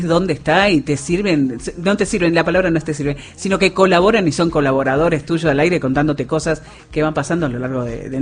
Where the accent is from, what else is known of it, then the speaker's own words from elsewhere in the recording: Argentina; somos argentinos